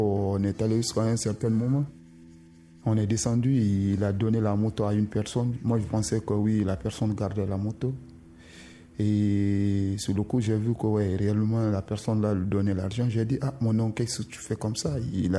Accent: Conakry, Guinea; Je suis guinéen d'origine, guinéen de Conakry.

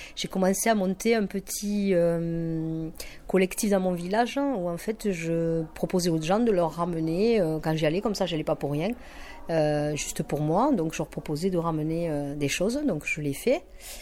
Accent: Occitanie, France; Moi, je viens du Tarn, un pays quand même où on mange très très bien, où je ne retrouvais pas ça ici, en Haute-Garonne.

